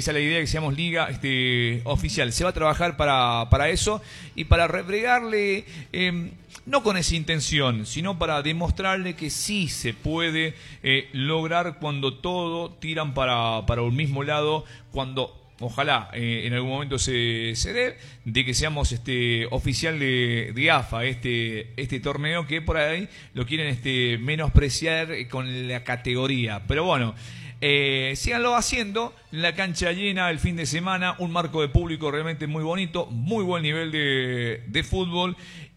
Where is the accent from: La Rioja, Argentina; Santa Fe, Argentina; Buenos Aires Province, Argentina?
La Rioja, Argentina; Olta; somos de Olta, somos el Departamento General Belgrano, 100% localista.